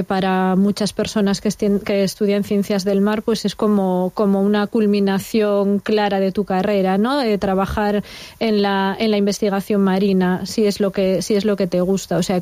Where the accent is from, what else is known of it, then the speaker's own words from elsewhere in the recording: Viavélez, Asturias, Spain; born there; moved away as an adult; also born or lived in Santiago de Compostela / England / Germany; now in A Coruña, Spain; Soy de un pueblo de Asturias, de cerca de Galicia, del occidente, se llama Vía Vélez, es muy pequeñito, pero es el pueblo natal de Corín Tellado, que todo el mundo la conoce, aunque es un pueblo muy pequeño.